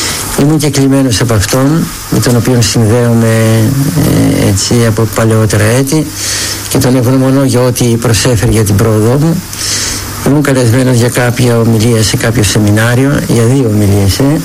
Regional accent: Florina, Western Macedonia, Greece; Έρχομαι από τη Φλόρινα.

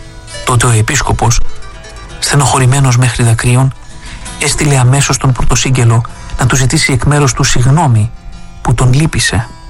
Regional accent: Corfu, Ionian Islands, Greece; εγώ σαν Κερκυραίος δεν τα ήξερα

